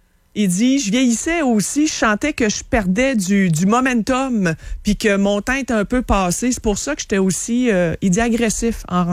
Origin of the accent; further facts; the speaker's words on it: Quebec City, Quebec, Canada; Non, du région de Québec. J'ai grandi à Sainte-Foy. Okay, j'ai été aux États-Unis un petit peu aussi.